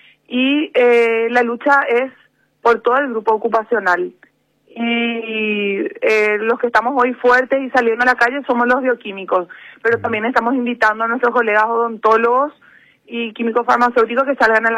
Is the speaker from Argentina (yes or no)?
no; Paraguay; porque somos paraguayos